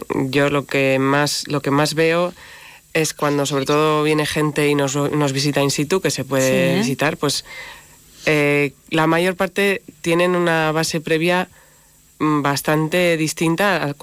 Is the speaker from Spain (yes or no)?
yes; Spain; aunque estemos en unas zonas rurales, porque yo soy de la Ribera, nosotros vivimos en Rioforada